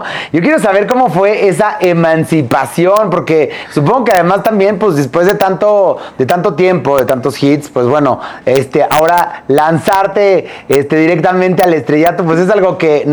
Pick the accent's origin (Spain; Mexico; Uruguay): Mexico; Nosotros como mexicanos